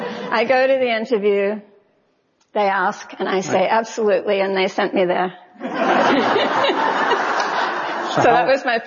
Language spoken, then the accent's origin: English; Sydney, New South Wales, Australia; Growing up in Sydney, I didn't know anyone who was.